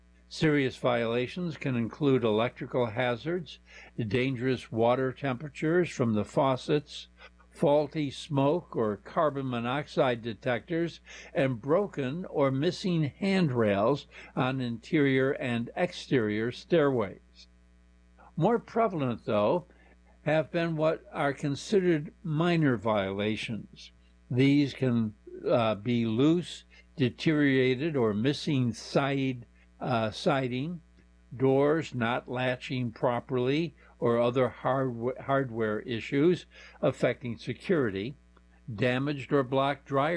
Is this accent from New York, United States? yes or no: yes; Buffalo, New York, United States; my hometown of Buffalo